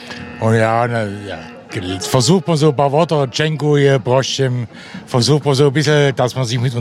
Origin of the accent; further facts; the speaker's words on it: Frankfurt, Hesse, Germany; ich komme aus Frankfurt. Aber ein bisschen Polnisch kann ich auch. Ne, rozumiem po polsku.